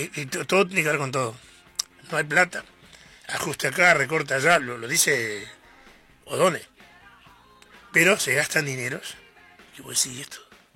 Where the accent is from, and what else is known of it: Uruguay